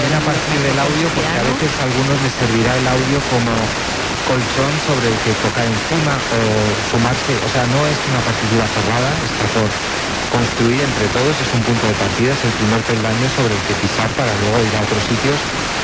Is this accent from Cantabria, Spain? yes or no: yes; Villacarriedo, Cantabria, Spain; Y luego he estado en las fiestas de mi pueblo en Villacarrido también hace una semana.